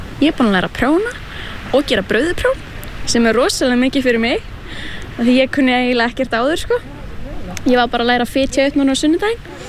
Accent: Húsavík, Northeastern Region, Iceland; ég 19 ára og kem frá Húsavík.

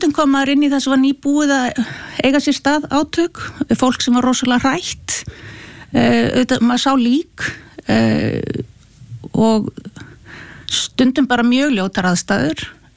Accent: Akureyri, Northeastern Region, Iceland; Og við erum alveg upp á Akureyri

